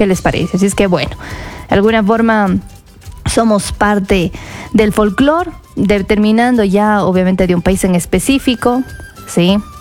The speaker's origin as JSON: {"language": "Spanish", "country": "Ecuador", "said": "Si somos ecuatorianos, somos ecuatorianos. Y como tal, también vivimos el folclore."}